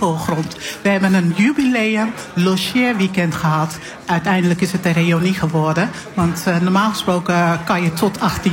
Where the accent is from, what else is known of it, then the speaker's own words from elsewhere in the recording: Paramaribo, Suriname; Ik kom dus uit Paramaribo.